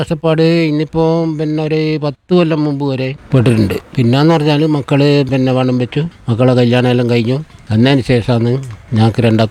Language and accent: Malayalam; Thillankeri, Kerala, India; Thillankeri.